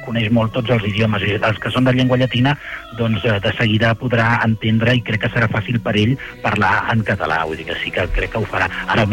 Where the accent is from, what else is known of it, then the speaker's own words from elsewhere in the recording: Catalonia, Spain; més com som els catalans, no?